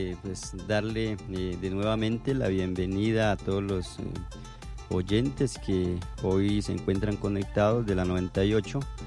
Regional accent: Colombia; un ejercicio que tenemos nosotros como colombianos

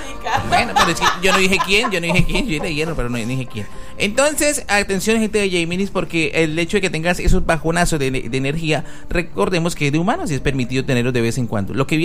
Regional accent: Colombia

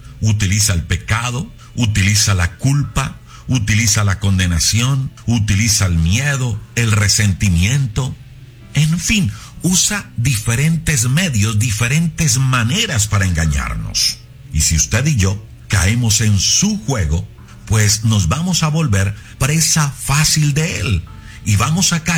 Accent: Colombia; Hoy celebramos en Colombia nuestra fiesta de independencia.

